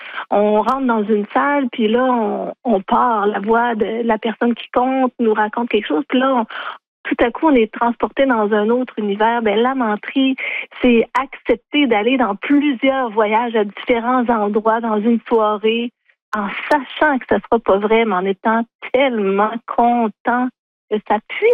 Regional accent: Black Lake, Quebec, Canada; chez nous à Black Lake

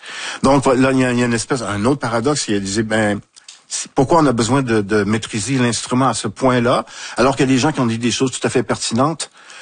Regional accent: Saguenay, Quebec, Canada; Je viens de Saguenay. J'ai été éduqué, élevé à côté de l'usine d'Alcan.

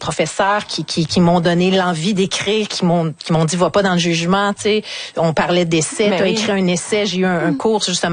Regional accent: Charlesbourg, Quebec, Canada; Ouais, moi je viens de la ville de Québec, Charlebourg.

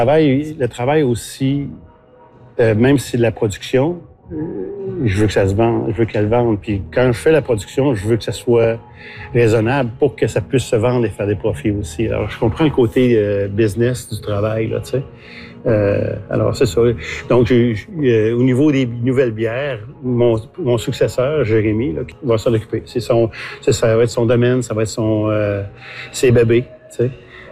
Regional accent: Quebec City, Quebec, Canada; moved away as an adult; also born or lived in Montreal; now in Halifax, Canada; À Québec, à la ville de Québec. Ouais. J'ai étudié à Montréal avant.

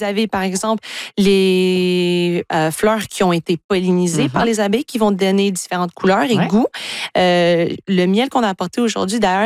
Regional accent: Beauharnois, Quebec, Canada; born there; moved away as an adult; also born or lived in Ottawa; mon conjoint et moi, on a décidé de revenir à Beauharnois. Parce qu'en effet, c'est ça, je pratiquais le droit et j'étais à Ottawa.

